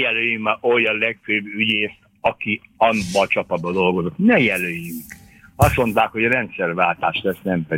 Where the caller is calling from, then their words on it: Hungary; és én is magyar ember vagyok, aki 70 éves vagyok